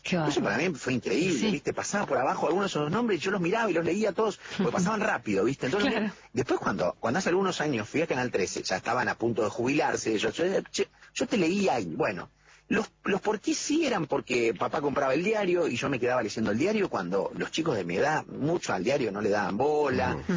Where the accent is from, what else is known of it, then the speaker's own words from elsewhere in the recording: Córdoba, Argentina; born there; En la ciudad de Córdoba.